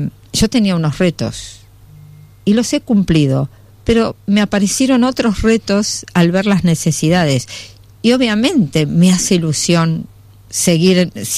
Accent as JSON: {"language": "Spanish", "country": "Argentina", "moved": "yes", "lives_now": "Spain", "said": "soy muy muy argentina en ese sentido"}